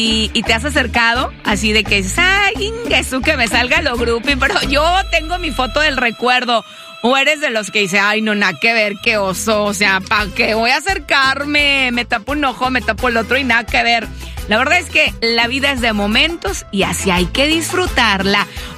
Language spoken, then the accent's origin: Spanish; Mexico City, Mexico; en la Ciudad de México, allá en mi rancho, allá en mi pueblo, en el Distrito Federal.